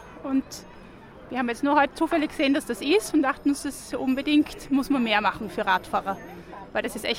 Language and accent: German; Graz, Styria, Austria; also born or lived in Eindhoven, Netherlands; Wir waren in Eindhoven. Wir sind aus Graz, aber waren jetzt in Eindhoven.